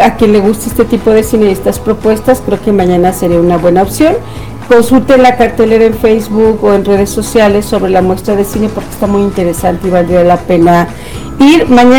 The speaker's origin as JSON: {"language": "Spanish", "region": "Querétaro", "country": "Mexico", "said": "Cuando saben que somos queretanos ya no salimos, pero los que no son queretanos corren, ¿no?"}